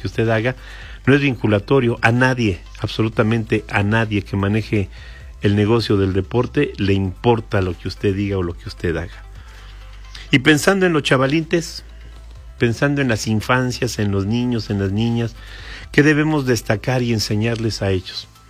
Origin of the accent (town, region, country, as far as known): Mexico